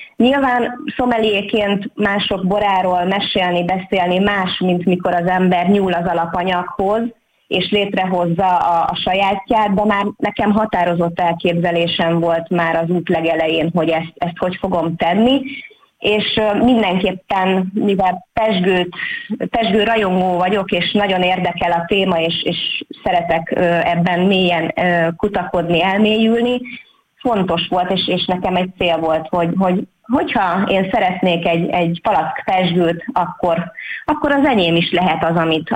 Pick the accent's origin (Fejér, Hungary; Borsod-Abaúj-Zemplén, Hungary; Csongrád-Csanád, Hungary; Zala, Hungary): Fejér, Hungary; Pázmánd; born there; Igen, igen, én itt születtem Pázmándon, és ugye hagyományosan nem csak az én családomnak, a férjem családjának is, itt a pázmándi embereknek hagyományosan ez a háztáji szőlőművelés